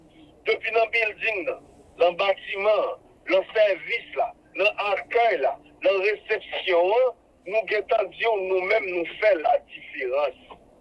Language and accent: French; Haiti; nous-mêmes, nous avons 10 fois plus. en tant qu'haïtien, parce que nous comprenons la culture